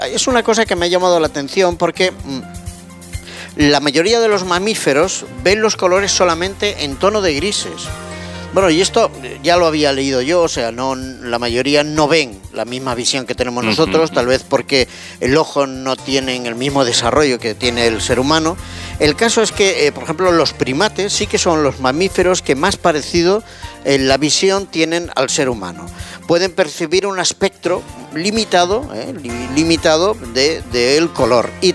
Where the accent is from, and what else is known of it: Barcelona, Catalonia, Spain; born there